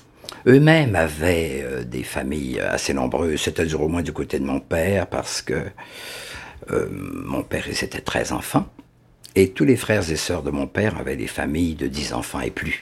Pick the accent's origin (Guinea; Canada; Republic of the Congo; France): Canada; Saguenay, Quebec; moved away; Je suis originaire évidemment du Saguenay, de Port-Alfred à l'époque, qui s'appelait après coup Ville de la Baie, qui s'appelle maintenant Saguenay. Et c'est sur les rives évidemment de ce Saguenay-là que j'ai grandi